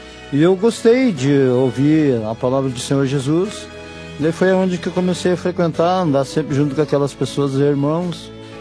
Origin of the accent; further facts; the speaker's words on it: Rio Grande do Sul, Brazil; Sou do Rio Grande do Sul.